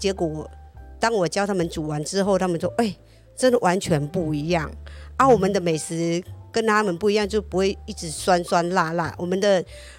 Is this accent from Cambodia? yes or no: yes; Phnom Penh, Cambodia; now in Taiwan; 来自柬埔寨